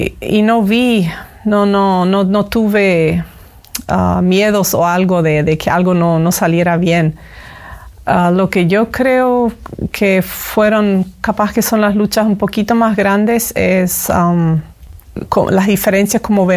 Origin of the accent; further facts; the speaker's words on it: Paraguay; Nací en Paraguay, me crié en Paraguay y soy de una familia de descendiente canadiense, europea.